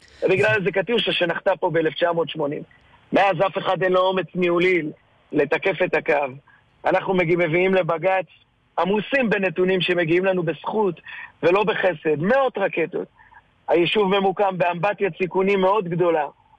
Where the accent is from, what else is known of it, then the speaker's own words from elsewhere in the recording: Northern District, Israel; החבל ארץ המאמם הזה, שאנחנו כל כך אוהבים, גדלנו בו